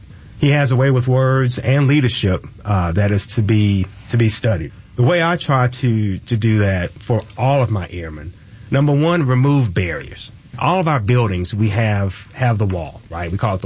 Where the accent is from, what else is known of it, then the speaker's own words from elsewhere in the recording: Fort Valley, Georgia, United States; I grew up in Fort Valley, Georgia. Now, I will say I've always been proud to be from Fort Valley.